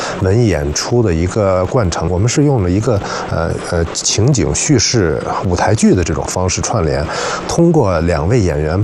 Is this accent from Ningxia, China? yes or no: yes; Ningxia, China; 表现出我们宁夏人的自强不息